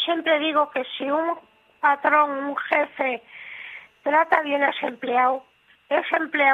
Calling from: Santander, Cantabria, Spain; De la capital

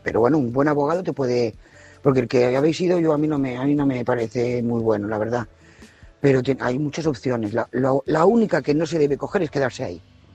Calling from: Lloret de Mar, Catalonia, Spain; Hola, buenas noches, audiencia, equipo, Álvaro. … de Lloret de Mar, corresponsal.

